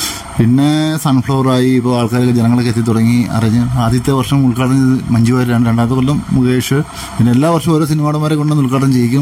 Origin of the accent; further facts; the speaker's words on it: Kandanad, Kerala, India; ജനിച്ചു വന്നത് ഇവിടെ തന്നെയാണ്, കണ്ടനാടാണ്. ഉദയംപുരി പഞ്ചായത്തിൽ കണ്ടനാടാണ് ജനിച്ചു വളർന്നത്.